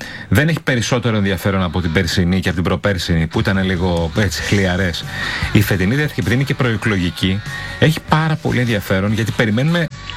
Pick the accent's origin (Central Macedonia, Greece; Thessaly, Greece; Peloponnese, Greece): Central Macedonia, Greece; Edessa; Ξέρεις ότι είμαι από την Έδεσα, εγώ, το μισός, έτσι.